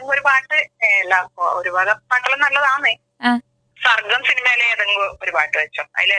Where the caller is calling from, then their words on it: Kallerikkara, Kerala, India; Kallerikkara.